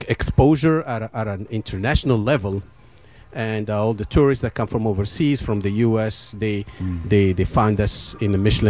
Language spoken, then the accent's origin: English; Morocco; moved away; I'm from Morocco